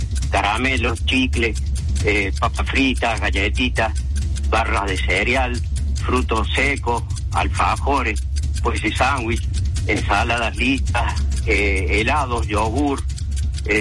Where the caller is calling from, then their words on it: Alberdi, Argentina; Desde Alberdi